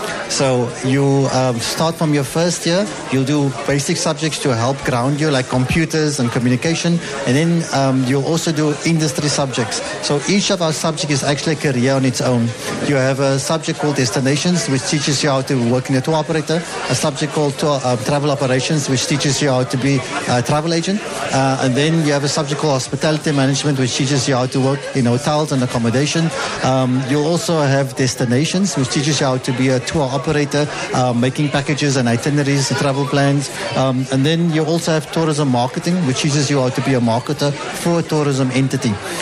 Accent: Cape Town, Western Cape, South Africa; So I am from Cape Town, alhamdulillah, and I've been a student at university, CPUT, Cape Peninsula University

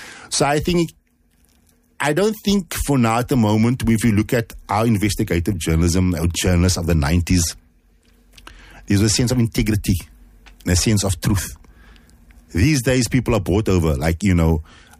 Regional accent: Cape Town, Western Cape, South Africa; I'm from the Cape Flats

